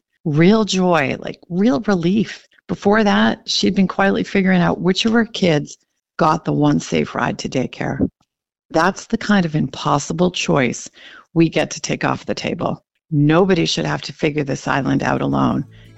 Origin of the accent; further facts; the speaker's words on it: Falmouth, Massachusetts, United States; I grew up in Falmouth. I'm a Cape kid, born and raised.